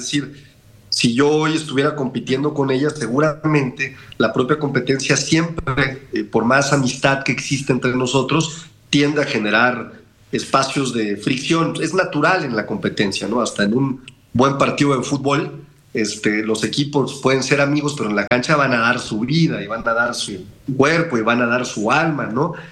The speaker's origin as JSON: {"language": "Spanish", "region": "Mexico City", "country": "Mexico", "tie": "born there", "said": "la alcaldía de la cual soy vecino, que es la Cuauhtémoc, en esta ciudad donde yo nací."}